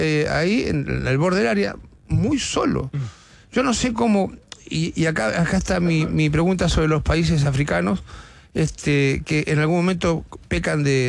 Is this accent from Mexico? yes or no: no; Argentina; A mí me como argentino, ¿no? Me cuesta a veces escuchar relatos